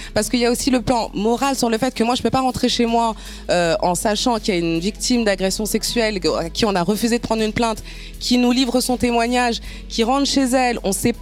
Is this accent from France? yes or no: yes; La Courneuve, Île-de-France, France; je suis de la Courneuve.